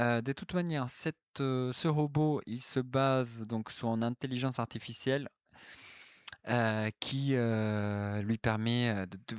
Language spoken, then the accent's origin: French; France